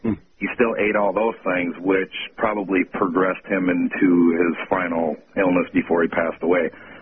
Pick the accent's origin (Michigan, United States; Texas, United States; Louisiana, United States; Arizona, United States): Michigan, United States; I'm from Michigan.